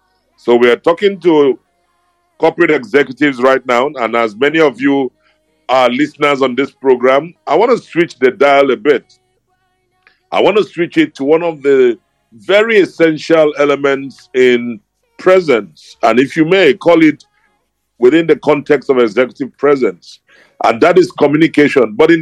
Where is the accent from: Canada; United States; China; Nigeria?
Nigeria; We are Nigerians and we are from Nigeria.